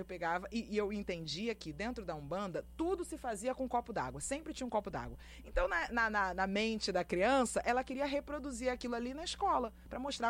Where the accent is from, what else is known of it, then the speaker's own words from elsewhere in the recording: Rio de Janeiro, Brazil; eu sou carioca.